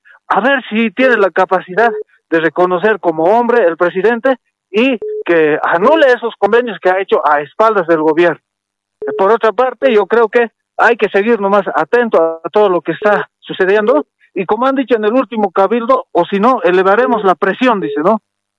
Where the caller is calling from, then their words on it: Oruro, Bolivia; Buen día, don Rubén Quispe, desde Oruro.